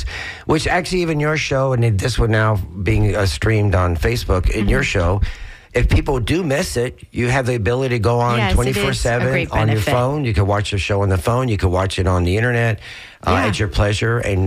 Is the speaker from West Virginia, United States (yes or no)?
no; Tampa, Florida, United States; we grew up here in Tampa, just like even in Miami, where you know, Tampa used to have two great papers, the Tampa Tribune and the St. Pete Times, and it didn't really cross the bay.